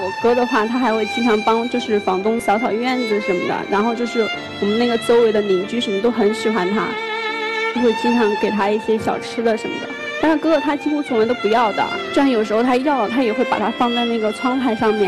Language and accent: Chinese; Guiyang, Guizhou, China; 在我的记忆里面一直都是在贵阳。